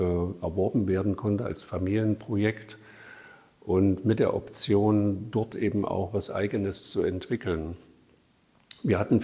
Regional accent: Saxony, Germany; moved away as an adult; also born or lived in Dresden / Hamburg; now in Augustusburg, Germany; ich stamme aus der Zwickauer Gegend ursprünglich.

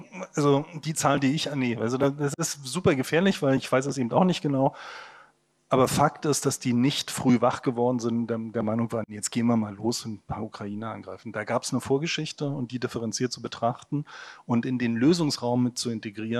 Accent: East Germany, Germany; als Ostdeutscher

